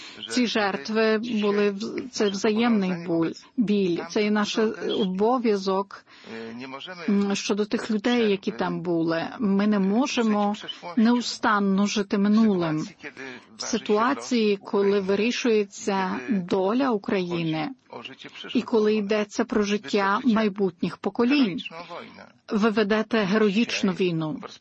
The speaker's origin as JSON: {"language": "Ukrainian", "country": "Poland", "said": "як поляк і громадянин"}